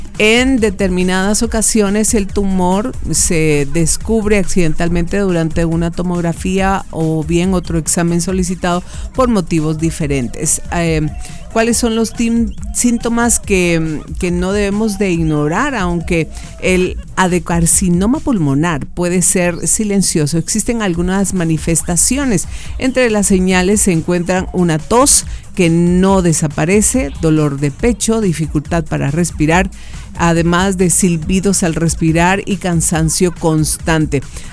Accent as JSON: {"language": "Spanish", "town": "San Pedro Carchá", "region": "Alta Verapaz", "country": "Guatemala", "tie": "born or raised there", "moved": "yes", "said": "Los transportistas de allá de mi pueblito natal"}